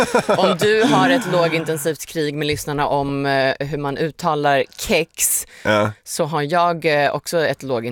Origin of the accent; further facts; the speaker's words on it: Reykjavik, Capital Region, Iceland; now in Sweden; Egentligen från början är jag från Reykjavik, Island.